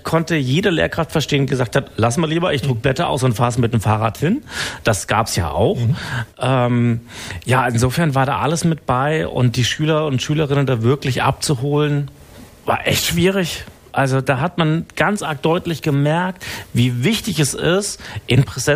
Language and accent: German; Bavaria, Germany; moved away as an adult; now in Baden-Württemberg, Germany; Also ich komme ja ursprünglich aus Bayern und habe da mein Referendariat in Ingolstadt gemacht.